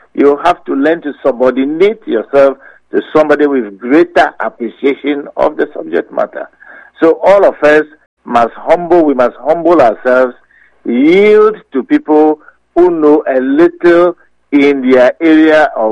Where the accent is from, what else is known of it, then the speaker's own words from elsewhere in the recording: Ghana; born there; I was born in Gold Coast. I live with you who in Ghana here.